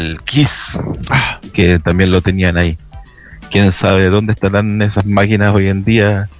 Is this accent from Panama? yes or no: no; Quilpué, Valparaíso, Chile; yo de chico vivía en Quilpué